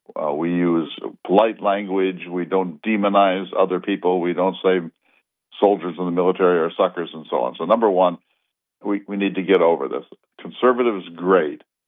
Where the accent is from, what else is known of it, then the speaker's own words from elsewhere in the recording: Bismarck, North Dakota, United States; I'm from Bismarck